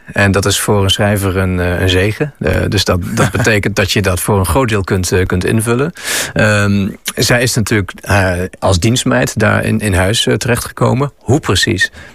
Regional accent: Bredevoort, Gelderland, Netherlands; Bredevoort, mijn geboortestad.

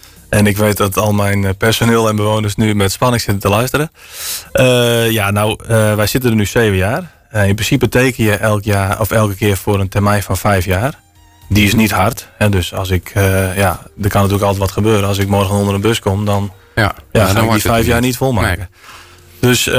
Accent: Franeker, Friesland, Netherlands; now in Sexbierum, Netherlands; ik ben opgegroeid in Franeker. Ik ben een echte Franeker van origine.

